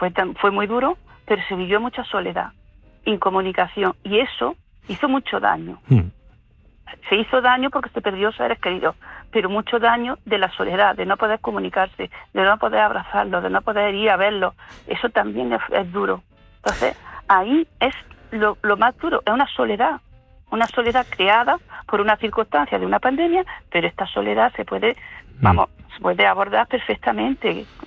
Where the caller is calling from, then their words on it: Jaén, Andalusia, Spain; No, soy enfermera de aquí, de Jaén.